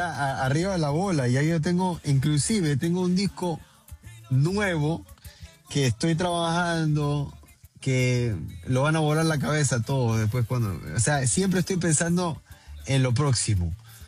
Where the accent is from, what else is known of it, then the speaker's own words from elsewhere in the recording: Peru; yo soy peruano.